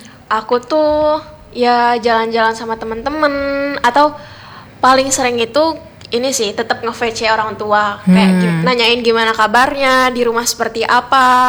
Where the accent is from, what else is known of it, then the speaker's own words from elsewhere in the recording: Samarinda, East Kalimantan, Indonesia; Aku kan dari Samarinda nih, mm-hmm. Dari Samarinda pakainya ya bahasa Indonesia dong, bahasa Indonesia